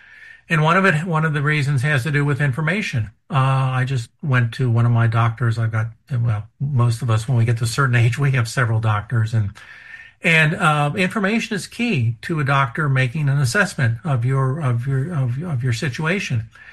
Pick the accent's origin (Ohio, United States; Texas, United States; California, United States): Ohio, United States; Cincinnati; now in North Carolina, United States; I'm from Cincinnati, so I'm a baseball fan. Grew up with the Reds.